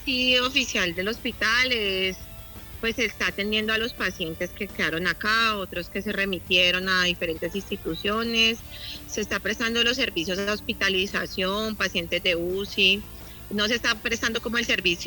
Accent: Cali, Valle del Cauca, Colombia; Yo soy súper caleña, nací en Cali

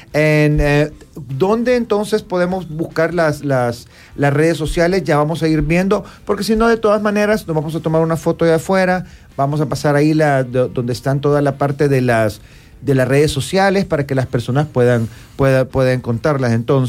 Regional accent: El Salvador; que somos salvadoreños

